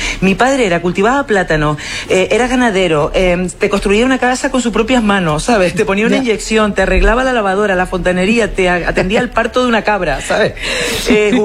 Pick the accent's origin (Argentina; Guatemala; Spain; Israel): Spain; El Paso, Canary Islands; now in Madrid, Spain; Cuento lo mismo, que soy del municipio del Paso, que me fui de La Palma por salir del Paso, ¿sabes?